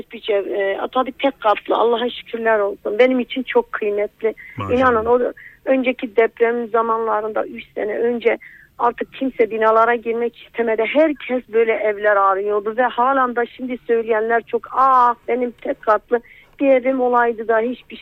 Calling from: Malatya, Turkey; Evet Malatya'dan arıyorum.

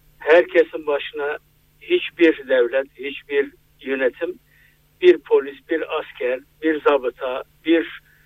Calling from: Ankara, Turkey; ben Ankara'dan.

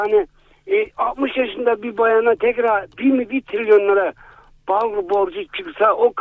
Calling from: Manisa, Turkey; ben Manisa'dan arıyorum.

